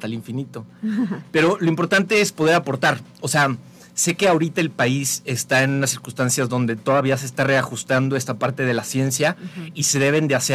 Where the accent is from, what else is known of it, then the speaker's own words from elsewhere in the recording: San Luis Potosí, Mexico; yo soy de acá de San Luis y bueno, toda mi vida la he pasado acá.